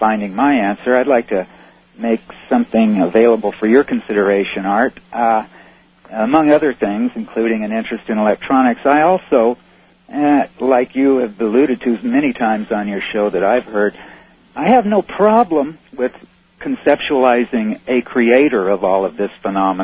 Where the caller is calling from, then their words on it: Burbank, California, United States; I'm calling from Burbank, California.